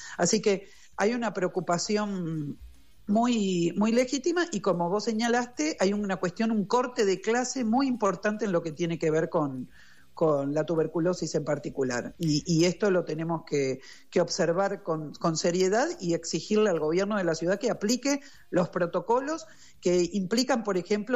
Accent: Buenos Aires, Argentina

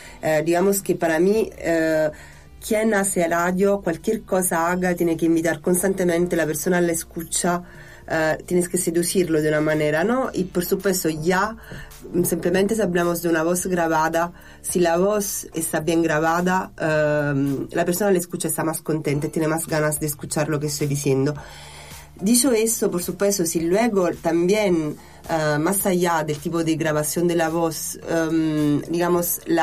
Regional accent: Naples, Campania, Italy; moved away as an adult; also born or lived in Madrid; now in Brussels, Belgium; Soy tana de orígenes, soy napolitana para ser exacta, pero son ya como más de 10 años que ya no vivo en Italia. Uh-huh. Actualmente vivo en Bruselas

